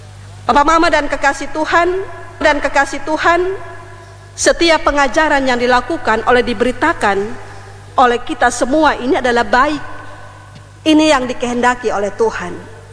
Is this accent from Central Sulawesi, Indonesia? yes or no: no; East Nusa Tenggara, Indonesia; Kalau kita orang Rote, kita punya filosofi atau semboyan itu adalah, salah satu contoh adalah Dalek Esa.